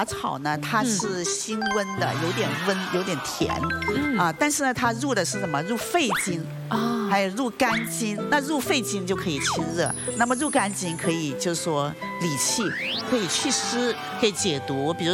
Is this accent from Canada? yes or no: no; Guangdong, China